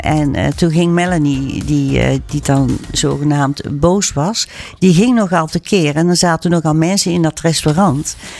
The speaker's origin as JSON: {"language": "Dutch", "region": "North Brabant", "country": "Netherlands", "said": "Ik ben ook een Brabantse"}